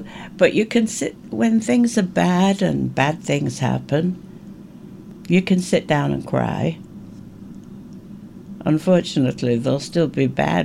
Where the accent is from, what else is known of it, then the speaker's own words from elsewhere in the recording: Ireland; now in United Kingdom; my experience of being Irish in Britain.